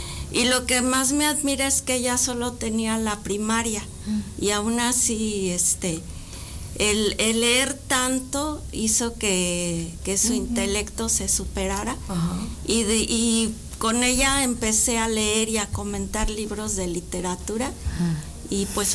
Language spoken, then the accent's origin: Spanish; Mexico City, Mexico; moved away as an adult; also born or lived in Durango / Sombrerete, Zacatecas; now in Aguascalientes, Mexico; mi familia es de Sombrerete, Zacatecas, un pueblo mágico muy bonito. Y chiquita me llevaron a la Ciudad de México y sí, pues toda mi vida se desarrolló allá hasta el 2002 que nos venimos a vivir a Aguascalientes, de lo cual fue una excelente decisión. Hemos vivido muy a gusto aquí en Aguascalientes.